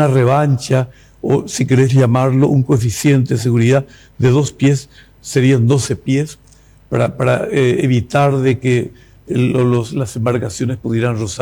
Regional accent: Paraguay; Paraguay, el corazón de América. Realmente somos el corazón de América.

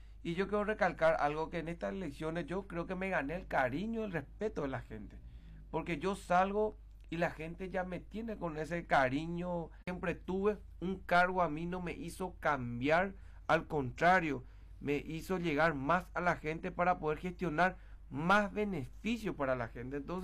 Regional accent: Ciudad del Este, Alto Paraná, Paraguay; soy nacido y malcriado en Ciudad del Este

